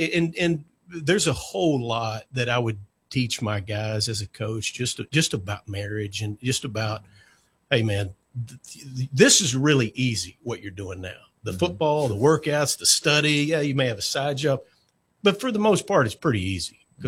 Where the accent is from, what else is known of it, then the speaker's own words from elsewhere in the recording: Vernon, Texas, United States; I grew up in Vernon, Texas. That's kind of north central Texas, pretty close to Wichita Falls.